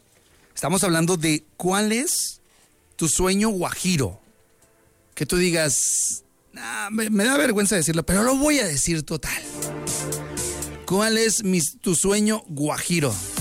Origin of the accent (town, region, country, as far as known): Saltillo, Coahuila, Mexico